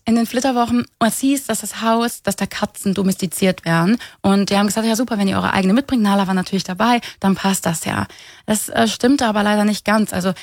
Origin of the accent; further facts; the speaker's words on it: Greece; ich bin ja halbe Griechin, das heißt, ich weiß, wie die Zustände sind